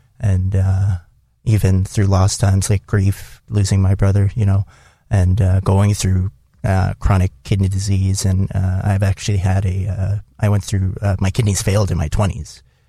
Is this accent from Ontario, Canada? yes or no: no; Wabasca, Alberta, Canada; we're actually back in my hometown of Wabaska on Canada Day.